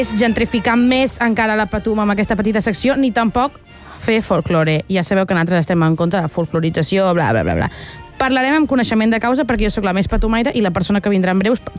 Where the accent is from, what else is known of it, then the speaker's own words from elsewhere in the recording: Guardiola de Berguedà, Catalonia, Spain; Jo soc de Guardiola de Berguedà.